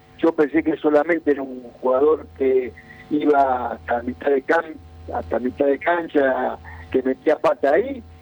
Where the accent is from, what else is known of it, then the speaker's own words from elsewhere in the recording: Argentina; los argentinos, que somos casi todos de Boca